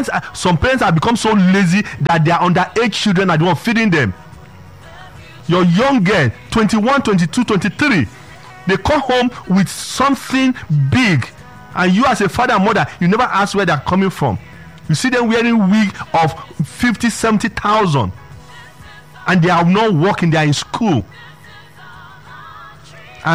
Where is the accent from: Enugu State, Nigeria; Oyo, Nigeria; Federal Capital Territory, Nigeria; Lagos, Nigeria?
Lagos, Nigeria; I grew up in Ajegunle, Olodia Papa. At that point, that's where pickpockets were rampant.